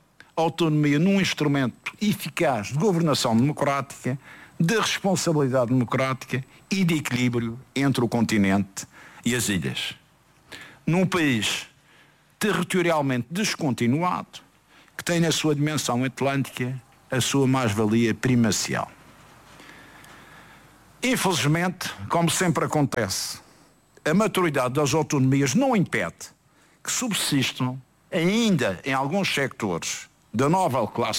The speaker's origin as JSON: {"language": "Portuguese", "region": "Madeira", "country": "Portugal"}